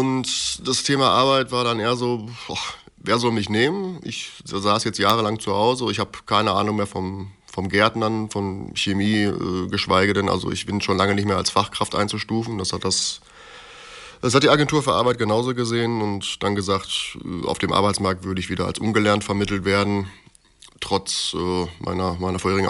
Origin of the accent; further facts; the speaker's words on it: Bochum, North Rhine-Westphalia, Germany; moved away as an adult; Bin dafür sogar in eine andere Stadt gezogen, knapp 300 Kilometer weit von meinem Heimatort Bochum entfernt.